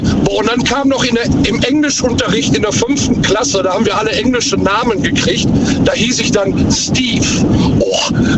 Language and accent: German; North Rhine-Westphalia, Germany; Ich komme vom Niederrhein, Kreis Wesel.